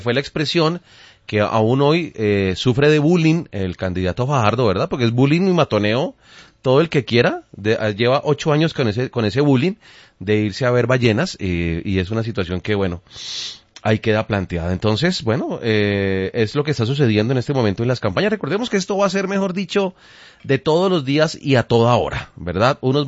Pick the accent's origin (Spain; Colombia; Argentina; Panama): Colombia; Es un plan que deberíamos hacer como colombianos también